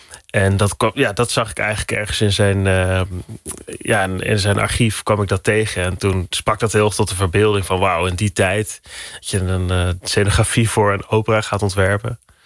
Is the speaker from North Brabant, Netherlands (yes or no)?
yes; North Brabant, Netherlands; En ja, van eigenlijk al die verhalen klonken voor mij heel erg sprookjesachtig in mijn Brabantse dorp waar ik opgroeide.